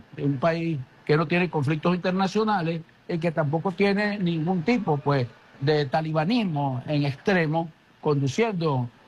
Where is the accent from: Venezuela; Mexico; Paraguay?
Venezuela